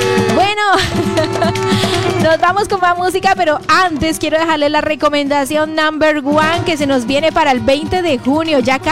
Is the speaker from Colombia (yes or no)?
yes; Colombia; toda nuestra Colombia es maravillosa.